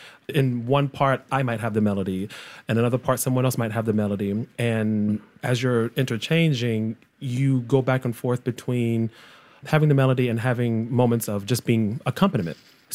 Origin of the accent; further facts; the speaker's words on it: Texas, United States; As one who also has a background in choral music, growing up in Texas, huge choral state.